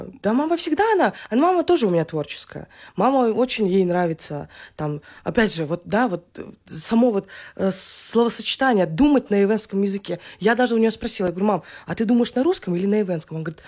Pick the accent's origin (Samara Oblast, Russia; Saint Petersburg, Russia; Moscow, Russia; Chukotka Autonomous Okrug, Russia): Chukotka Autonomous Okrug, Russia; Anyuysk; moved away; also born or lived in Bilibino; Я родилась в городе Билибино. Малой родиной своей считаю село Анюйск, и вообще Чукотка для меня это родные места моих родителей, это Амалон, Анюйск, Билибино